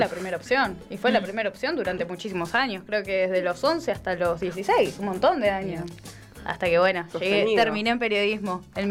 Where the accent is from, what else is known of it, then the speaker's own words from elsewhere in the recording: Quilmes, Buenos Aires Province, Argentina; yo soy de Quilmes.